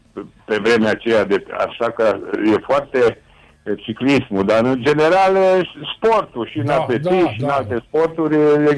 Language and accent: Romanian; Reșița, Caraș-Severin, Romania; also born or lived in Băile Herculane; am crescut la Reșița, dar m-am născut la...